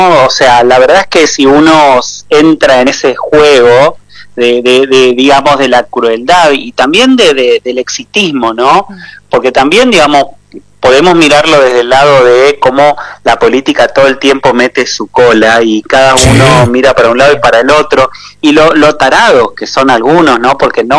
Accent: Argentina; somos argentinos

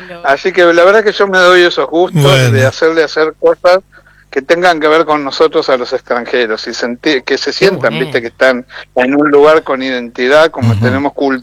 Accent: Buenos Aires, Argentina; de Argentina, de Buenos Aires, la ciudad que más teatro tiene en el mundo

